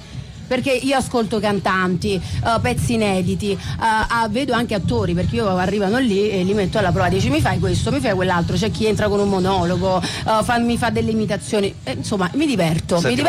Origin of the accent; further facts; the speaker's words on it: Campania, Italy; gli artisti del mio territorio, del territorio campano napoletano